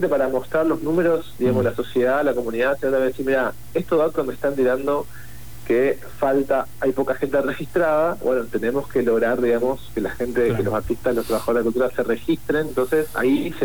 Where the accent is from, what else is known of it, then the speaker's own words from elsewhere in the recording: Argentina; de lo que nos compone como argentinos, como provincianos.